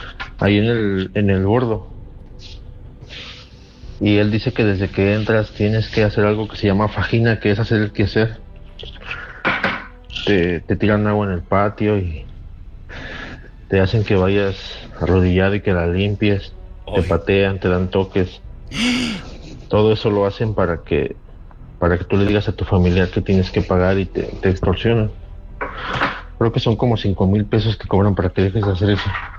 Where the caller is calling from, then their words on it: Ciudad Nezahualcóyotl, State of Mexico, Mexico; Yo soy de allá de Ciudad Neza.